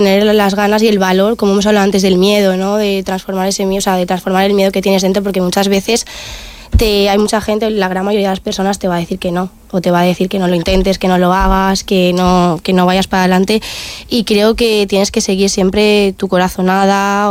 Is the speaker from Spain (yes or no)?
yes; Valencian Community, Spain; Yo soy valenciana y la terreta siempre la tengo bastante, bastante unida.